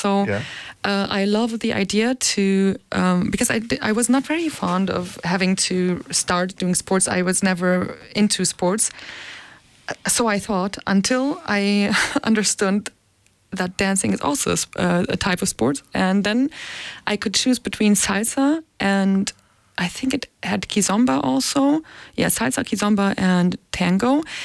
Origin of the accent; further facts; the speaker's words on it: Hamburg, Germany; born there; English is a second language; also born or lived in Transylvania, Romania; So I speak Romanian with my dad, who's Hungarian. I used to speak Hungarian with him until I was about 6 years old, because we moved from Transylvania to Germany, to Hamburg.